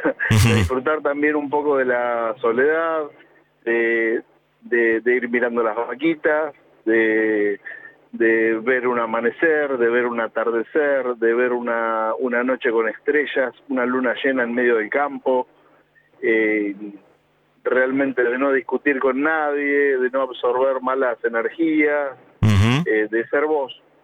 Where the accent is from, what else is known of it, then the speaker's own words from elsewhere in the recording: Mar del Plata, Buenos Aires Province, Argentina; born there; Nací en Mar del Plata, vivo en Mar del Plata...